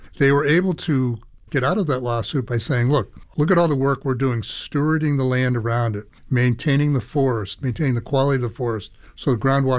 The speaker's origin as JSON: {"language": "English", "town": "Belmont", "region": "Massachusetts", "country": "United States", "tie": "born or raised there", "said": "I grew up in Belmont, and I never once thought when I opened a tap where my water comes from."}